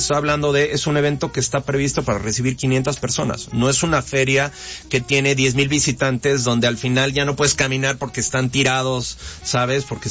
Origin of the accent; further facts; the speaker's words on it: Mexico; yo como mexicano dirigiendo las Américas